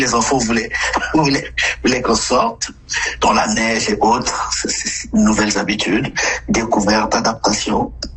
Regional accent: Republic of the Congo; also born or lived in Morocco; Bon, déjà, le fait que nous venons déjà du Maroc, nous ne sommes pas marocains, nous sommes du Congo-Brazzaville.

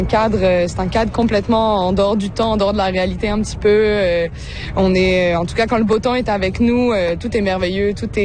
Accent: Réunion, France; born or raised there

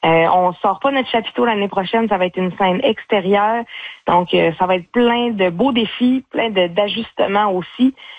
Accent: Sacré-Cœur, Quebec, Canada; chez nous à Sacré-Cœur.

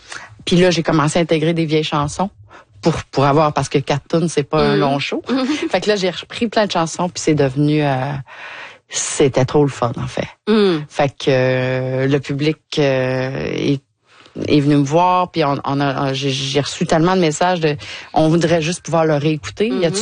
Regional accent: Quebec, Canada; born there; moved away; ado, j'étais en Gaspésie.

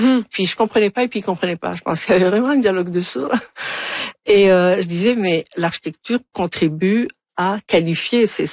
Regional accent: Algiers, Algiers Province, Algeria; Et donc moi, je suis vraiment native d'Alger

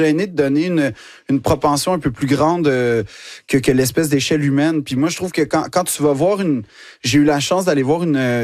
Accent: Quebec, Canada; now in France; je suis pas un Français, je suis un Québécois qui est en France.

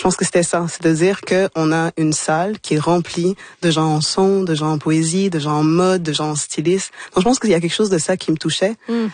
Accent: Port-au-Prince, Haiti; born there; Moi, je suis née à Port-au-Prince. J'ai grandi ici.

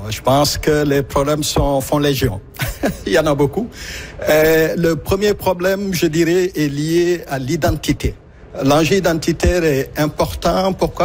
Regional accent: Ontario, Canada; Il faut rappeler que je suis franco-ontarien d'origine immigrante.

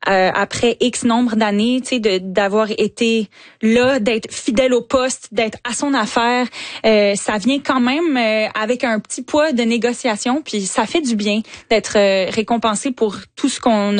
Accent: Quebec, Canada; Tu sais, je suis québécoise, j'ai grandi en écoutant les Cana

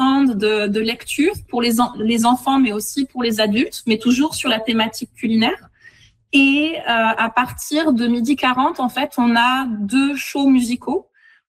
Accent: France; also born or lived in Morocco; Alors, moi, je suis française. Ma région de cœur, c'est la Bretagne, mais j'ai aussi grandi au Maroc.

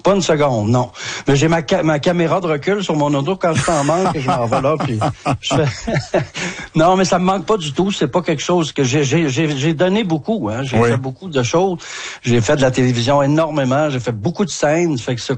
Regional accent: Saguenay, Quebec, Canada; Puis on finit toujours par dire dans toutes les entrevues qu'on vient de la région.

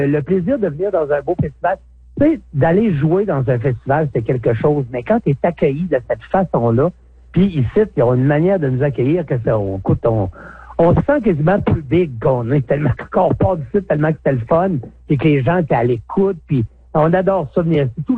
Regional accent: Quebec, Canada; moved away; Ben, quand j'étais jeune en Gaspésie

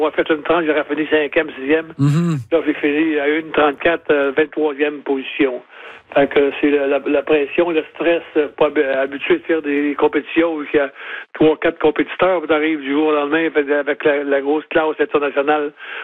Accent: Montreal, Quebec, Canada; vu que c'était chez nous à Montréal, il faut absolument que je sois prêt pour être sélectionné

